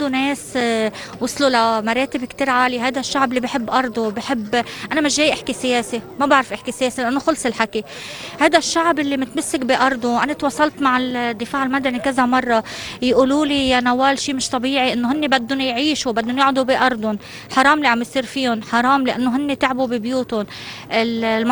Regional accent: Mansouri, South Governorate, Lebanon; moved away; also born or lived in Majdal Zoun; بس أنا خلقت وربيت بالمنصورة

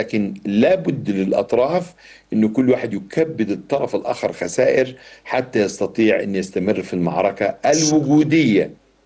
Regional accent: Egypt; وفي خط موجود من زمان، خط سوميد موجود عندنا في السويس،

